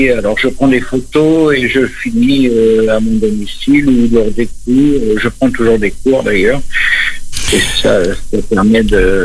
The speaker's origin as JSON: {"language": "French", "region": "Nouvelle-Aquitaine", "country": "France", "said": "Alors, je suis originaire du Périgord vert."}